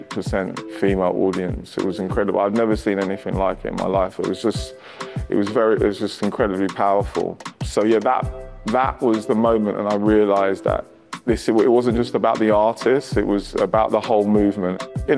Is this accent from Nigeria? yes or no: yes; Nigeria; born there; I'm Nigerian born, so when the opportunity came to represent African artists, I took it with open arms and ran with it.